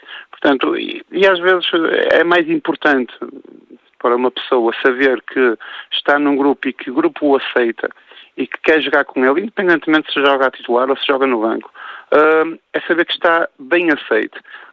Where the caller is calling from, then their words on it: Portugal; estou a falar daquilo que é a nossa cultura enquanto português.